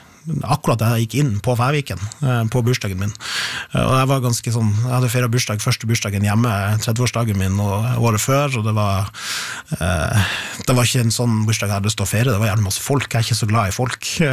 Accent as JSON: {"language": "Norwegian", "town": "Sigerfjord", "region": "Nordland", "country": "Norway", "said": "Og da flytta liksom to av sønnen til Sigefjorden der jeg er fra, tok med seg blant annet det huset jeg bor"}